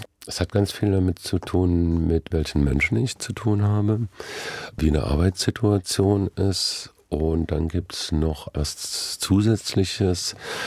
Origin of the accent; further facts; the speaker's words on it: Neustadt an der Weinstraße, Rhineland-Palatinate, Germany; moved away; Neustadt hatte zu dem Zeitpunkt 50.000 Einwohner und wir wohnten, also meine Eltern hatten eine Bäckerei und wohnten auch noch in einer Art Vorort, also wie so eine Vorstadt. Mhm. Also nicht direkt im Zentrum, also eher ländlich.